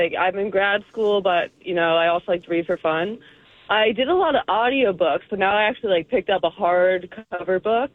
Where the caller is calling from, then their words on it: La Plata, Maryland, United States; I'm from La Plata.